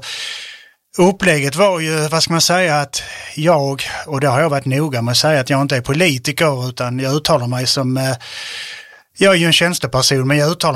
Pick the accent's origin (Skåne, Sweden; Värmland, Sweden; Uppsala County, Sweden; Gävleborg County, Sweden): Skåne, Sweden; Malmö; jag som gammal Malmöbo gör mina tankar kring Malmö